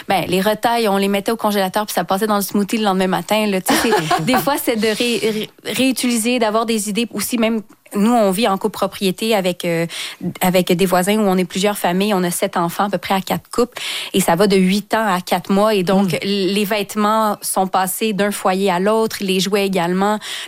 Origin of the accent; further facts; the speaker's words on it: Saint-Hyacinthe, Quebec, Canada; moved away as an adult; now in Montreal, Canada; moi, je venais du 450, je viens de Saint-Hyacinthe